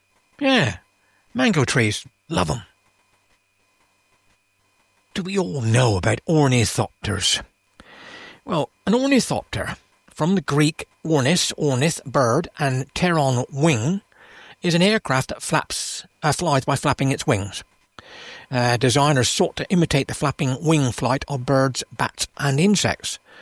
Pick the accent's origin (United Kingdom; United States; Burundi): United Kingdom; England; moved away; Now, you guys out there may have noticed that I'm actually from England originally, heap long time ago, but there we are, I am.